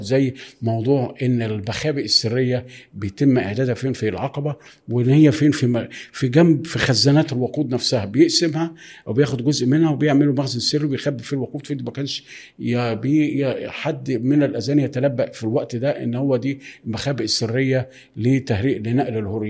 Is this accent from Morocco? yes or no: no; Egypt; ان انا صحفي مصري